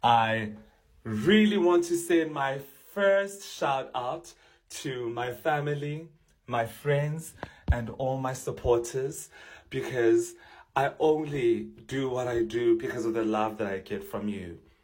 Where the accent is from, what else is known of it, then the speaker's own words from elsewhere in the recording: South Africa; I'm a South African actor and entertainer.